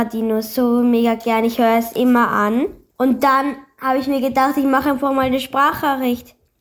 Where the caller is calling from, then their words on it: Styria, Austria; Ich komme aus der Steiermark und ich wohne in Karlsdorf.